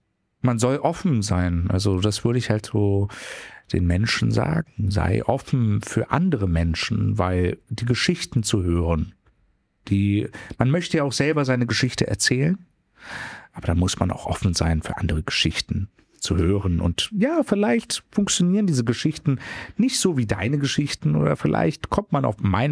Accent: Berlin, Germany; Ja, aber aber ich sehe mich ja auch hauptsächlich als Berliner

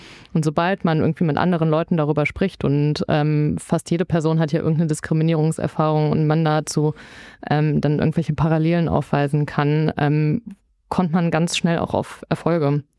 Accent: Rhineland, Germany; Ich komme ja aus dem Rheinland

